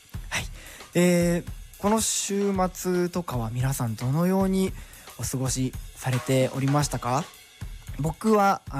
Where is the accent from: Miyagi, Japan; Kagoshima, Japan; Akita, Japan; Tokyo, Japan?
Miyagi, Japan; Sendai; 僕地元の仙台の方では仙台国際ハーフマラソンもあったということで、